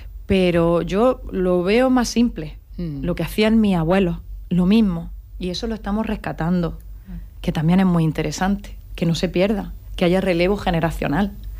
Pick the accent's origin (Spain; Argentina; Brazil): Spain; Chercos, Andalusia; also born or lived in Líjar; nosotros somos de Cherco y de Lijas, ¿no?